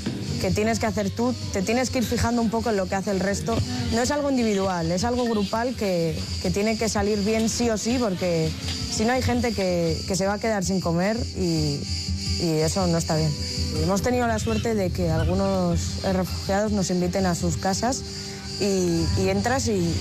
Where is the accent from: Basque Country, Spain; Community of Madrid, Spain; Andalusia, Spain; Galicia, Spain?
Basque Country, Spain; San Sebastián; tengo 22 años y soy de Donosti.